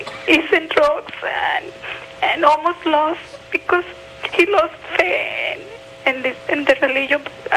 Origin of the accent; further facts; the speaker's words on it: Wisconsin, United States; I'm from Wisconsin.